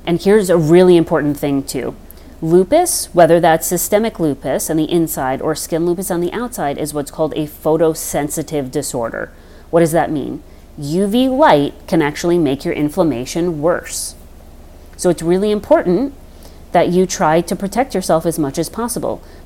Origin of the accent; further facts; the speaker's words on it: New York, United States; And also being in the New York area, a lot of people don't realize that growing up on Long Island and in the tri-state area, there can be a higher risk of breast cancer